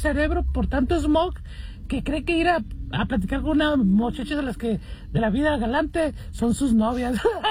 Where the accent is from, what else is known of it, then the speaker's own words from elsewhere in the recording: Las Vegas, Nevada, United States; Yo soy de Las Vegas, ese güey no.